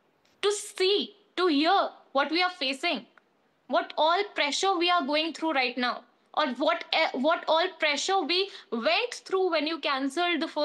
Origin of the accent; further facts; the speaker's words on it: India; I proudly say that I'm an Indian, you know, an Indian citizen.